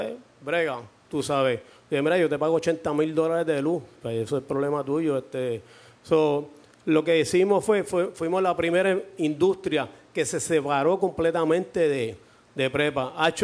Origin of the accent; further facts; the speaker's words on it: Puerto Rico; Yo soy boricua